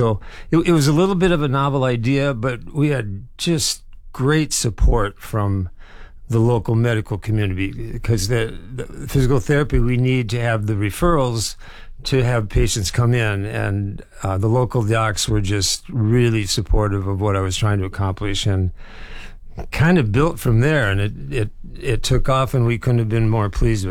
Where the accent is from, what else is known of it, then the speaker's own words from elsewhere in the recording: Decorah, Iowa, United States; born and raised in Decorah, Les. My family, most of us are still here.